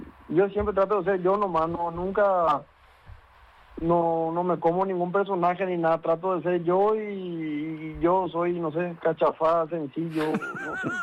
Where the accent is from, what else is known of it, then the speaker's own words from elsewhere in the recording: Paraguay; como paraguayo nunca hay que rendirse y siempre sacar el pecho y salir adelante